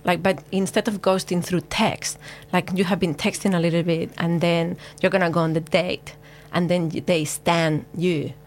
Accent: Spain; I'm from Spain

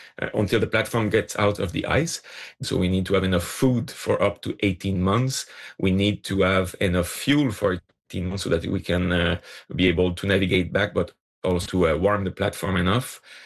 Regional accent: Quebec, Canada; I'm from Northern Quebec, so I like the winter and the cold.

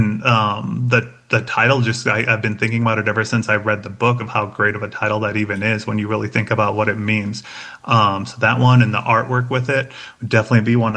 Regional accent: Red Lake, Minnesota, United States; now in Denver, United States

